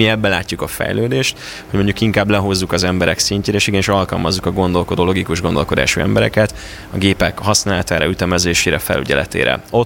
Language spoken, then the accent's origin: Hungarian; Ajka, Veszprém County, Hungary; Én például Ajkáról származom, az egy bányászváros.